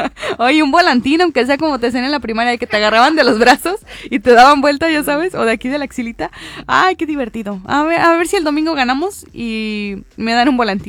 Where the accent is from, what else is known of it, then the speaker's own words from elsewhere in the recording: Mexico; Todos somos mexicanos, del color que sean internamente.